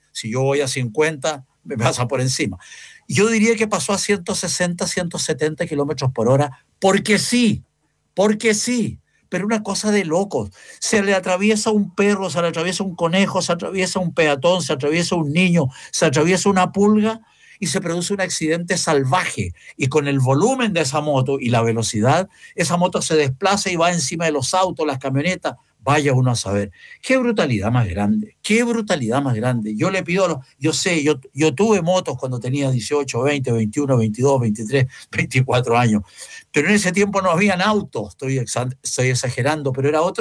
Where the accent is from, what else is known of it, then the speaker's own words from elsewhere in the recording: Portezuelo, Ñuble, Chile; en el campo donde yo nací y donde viví, en Portezuelo